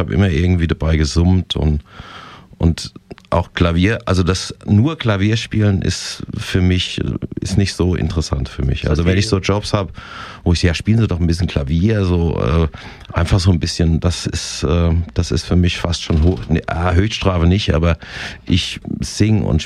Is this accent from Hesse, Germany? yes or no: yes; Raunheim, Hesse, Germany; also born or lived in Flörsheim; geboren in Flörsheim, sagen wir mal gefühlt eine halbe Stunde später in Raunheim gewesen und dann aufgewachsen in Raunheim